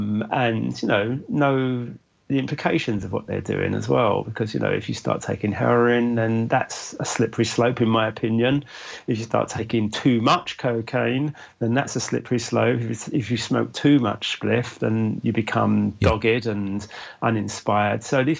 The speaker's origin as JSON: {"language": "English", "region": "London", "country": "United Kingdom", "tie": "born or raised there", "said": "I grew up in London and I that's what I know. I know East London, yeah. West London, Central London, South London."}